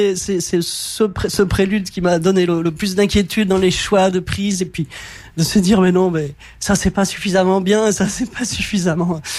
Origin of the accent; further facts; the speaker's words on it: Lyon, Auvergne-Rhône-Alpes, France; born there; c'est une des premières danses que j'ai apprises quand j'étais petite au Conservatoire de Lyon